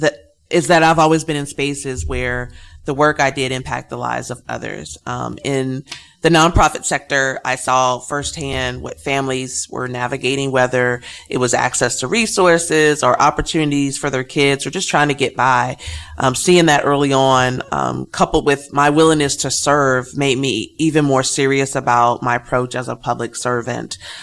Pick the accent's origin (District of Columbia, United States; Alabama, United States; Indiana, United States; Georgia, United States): Indiana, United States; Evansville; to really think about growing up in Evansville